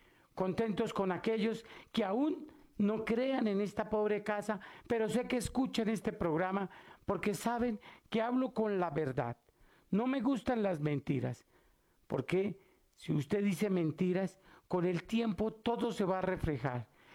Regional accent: Catemaco, Veracruz, Mexico; moved away; para toda mi tierra de Catemaco, Veracruz. Saludo especial a mis paisanos que hoy estamos de fiesta.

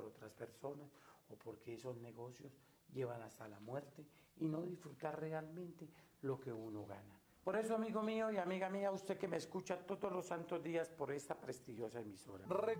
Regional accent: Mexico; esos somos los mexicanos

